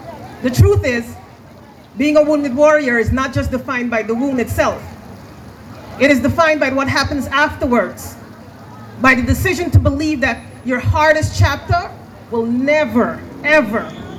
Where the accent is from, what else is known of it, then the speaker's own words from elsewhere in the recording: Guyana; born there; moved away; also born or lived in United States; I was born in Guyana, a nation whose story is rooted in resilience, perseverance, and possibility.